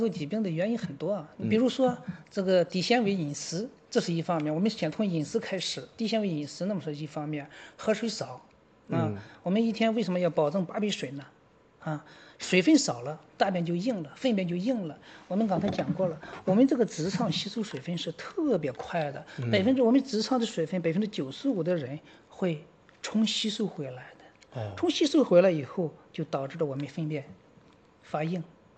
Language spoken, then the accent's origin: Chinese; China